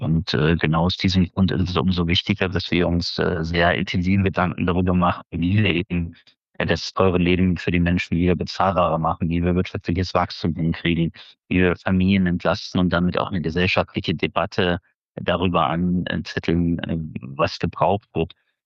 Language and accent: German; Thuringia, Germany; kein Raumschiff der Erde funktioniert, ohne dass aus meinem Heimatland Technologie dafür kommt.